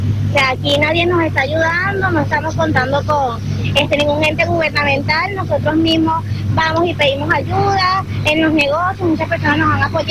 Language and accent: Spanish; Santa Teresa del Tuy, Miranda, Venezuela; Nosotros sí, venimos de los Valles del Tuy, Santa Teresa.